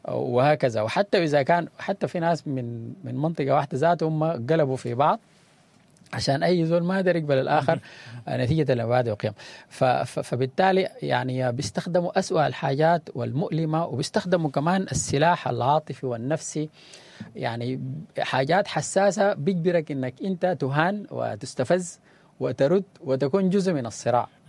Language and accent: Arabic; Sudan; احنا كسودانيين. يعني احنا ناس متدينين